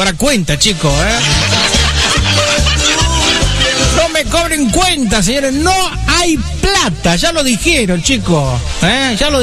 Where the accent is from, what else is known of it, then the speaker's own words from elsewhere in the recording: Ingeniero Luiggi, La Pampa, Argentina; Sí, de Ingeniero Luigi.